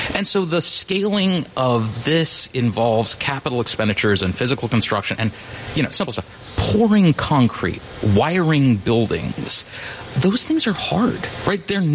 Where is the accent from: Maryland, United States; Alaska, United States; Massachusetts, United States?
Maryland, United States; Rockville; born or raised there